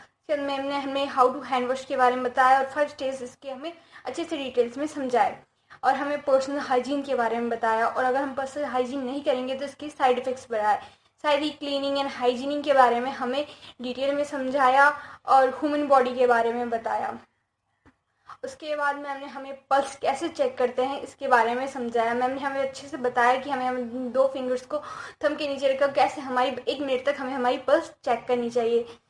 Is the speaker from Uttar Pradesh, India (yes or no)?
no; Kankra, Rajasthan, India; मैं विलेज कांकरा राजस्थान से हूँ।